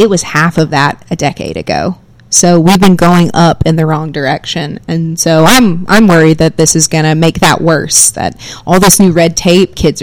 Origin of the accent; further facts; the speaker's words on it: Camden, Arkansas, United States; So, for example, the hospital in my hometown of Camden, Arkansas, just filed for bankruptcy.